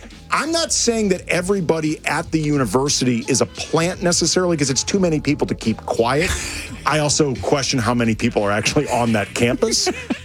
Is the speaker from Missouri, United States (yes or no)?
yes; Missouri, United States; I grew up in Missouri.